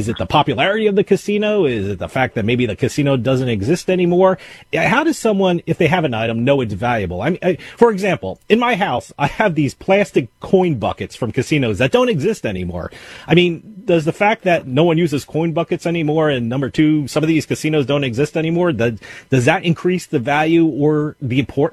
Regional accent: New Jersey, United States; I was 7 years old when the casinos came to my home state of New Jersey

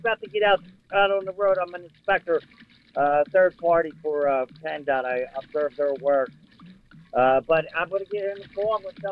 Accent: Bensalem, Pennsylvania, United States; also born or lived in York, Pennsylvania / Reading, Pennsylvania; now in Florida, United States; I stay in Reading, and I would help you out. So I'd bring it down that way. I grew up in Bent Salem in the Philadelphia area.

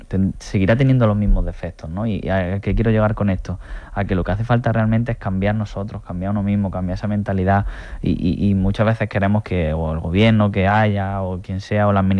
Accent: Jaén, Andalusia, Spain; Yo vengo de una tierra de Jaén que históricamente, y es verdad, no siempre ha tenido esa queja, ¿no? Como que estamos ahí, como que estamos olvidados, y Jaén, una tierra, y aprovecho para decir que es una tierra, una provincia, una ciudad maravillosa.

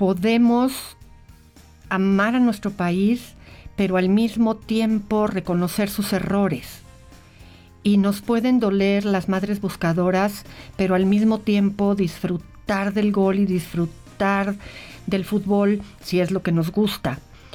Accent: Mexico; como mexicanos somos cálidos

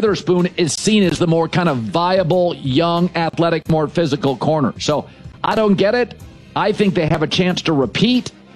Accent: Pacific Northwest, United States; And I know I'm from the Northwest. You think I'm biased

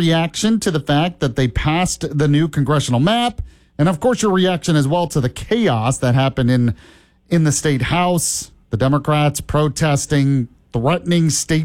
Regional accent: Orlando, Florida, United States; You know, I grew up in Orlando.

